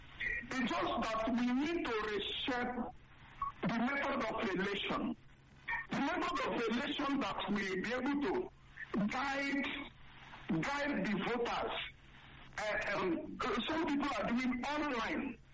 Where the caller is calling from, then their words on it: Plateau, Nigeria; from Great Plateau State.